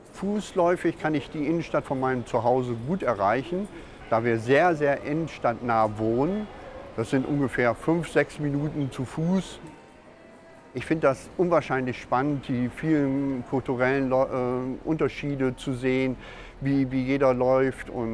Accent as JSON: {"language": "German", "town": "Osnabrück", "region": "Lower Saxony", "country": "Germany", "said": "Ich komme aus Osnabrück."}